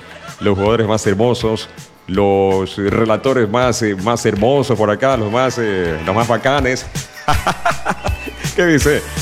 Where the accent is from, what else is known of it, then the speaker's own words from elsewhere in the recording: Ecuador; Como todo un ecuatoriano